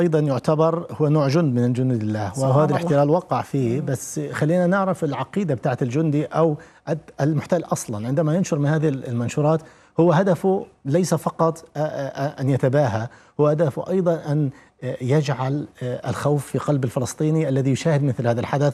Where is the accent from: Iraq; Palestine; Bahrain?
Palestine; احنا كفلسطينيين